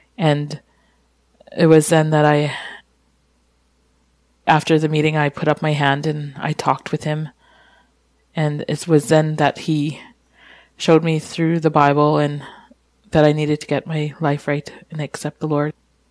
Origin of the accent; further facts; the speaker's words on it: Kikino, Alberta, Canada; born or raised there